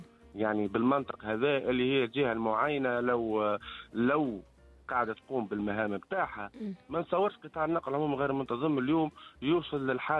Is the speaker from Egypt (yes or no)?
no; Tunisia; من حقي اني نخدم في بلادي من غير ما نكري. لاخي اللي باش نكري من عنده تونسي بلس وانا تونسي موا